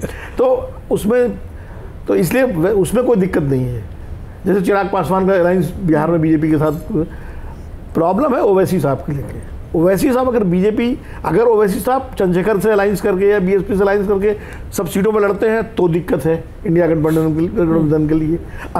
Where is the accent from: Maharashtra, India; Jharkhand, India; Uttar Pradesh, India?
Uttar Pradesh, India; born there; moved away; हम उसी राज्य में पैदा हुए